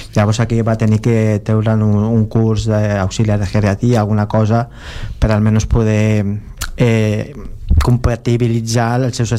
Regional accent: Barcelona, Catalonia, Spain; born there; jo vaig néixer a l'Hospital del Mar.

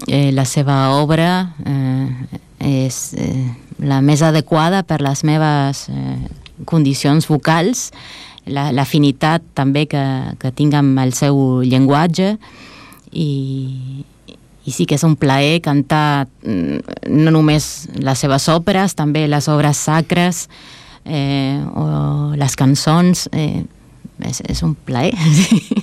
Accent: Argentina; d'una regió que es diu el litoral, que vol dir, bueno, el litoral fluvial, no? De al costat del riu Paranà, i som llunyats de Buenos Aires, del centre, no?

